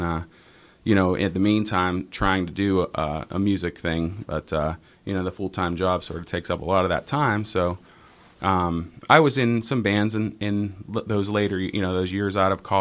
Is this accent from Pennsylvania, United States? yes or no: yes; Cranberry Township, Pennsylvania, United States; also born or lived in Wexford; I'm from Pittsburgh, Cranberry Township. So most of my life I lived there. I moved there when I was about 4 years old.